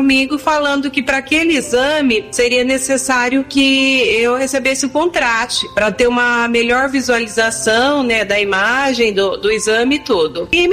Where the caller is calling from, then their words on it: Campinas, São Paulo, Brazil; sou da cidade de Campinas.